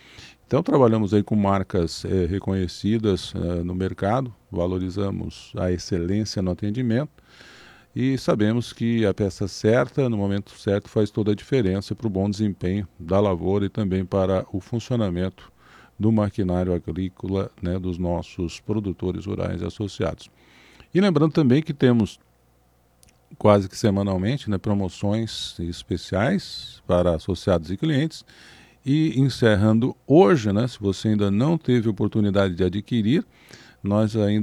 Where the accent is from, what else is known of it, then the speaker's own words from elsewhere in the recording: Turvo, Santa Catarina, Brazil; talvez a comunidade pioneira mais antiga aqui de Turvo Região, também a minha terra natal, né, Turvo Baixo.